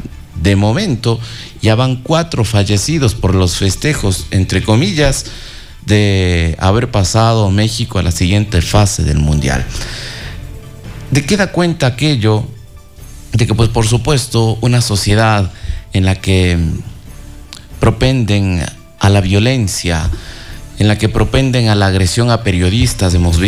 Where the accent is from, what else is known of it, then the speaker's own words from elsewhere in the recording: Riobamba, Chimborazo, Ecuador; como ecuatorianos, como riobambeños, como chimboracenses